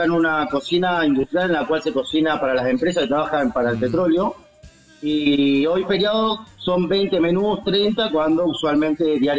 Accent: Cipolletti, Río Negro, Argentina; moved away as an adult; now in Neuquén, Argentina; Yo soy de Cipolletti, acá al lado, de la ciudad al lado, pero bueno, vivo acá hace 15 años.

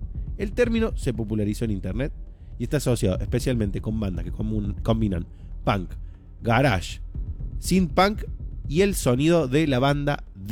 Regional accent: Córdoba, Argentina; No me sale, soy cordobés.

